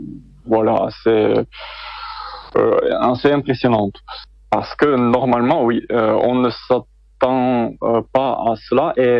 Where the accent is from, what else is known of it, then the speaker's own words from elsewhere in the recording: Kryvyi Rih, Dnipropetrovsk Oblast, Ukraine; moved away as an adult; now in Paris, France; je viens d'une région également est ukrainienne, de l'Ukraine de l'Est, de la ville de Kryvyi Rih, la ville qui est couramment connue comme la ville natale de Zelensky. Et je suis en France depuis 5 ans.